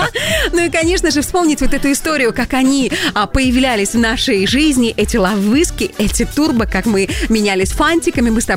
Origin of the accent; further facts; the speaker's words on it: Belarus; Мы, белорусы, можем это делать, конечно, и потихоньку готовимся к зиме